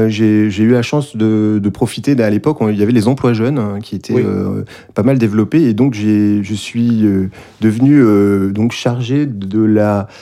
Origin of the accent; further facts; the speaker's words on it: Lesneven, Brittany, France; moved away as an adult; now in Brest, France; je suis un Brestois. Un Brestois d'adoption, parce que je viens de Lesnevin, tout à côté, et j'ai fait mes études à Brest. Voilà, je suis arrivé à Brest en 1992, et j'ai fait mes études à l'université de Brest.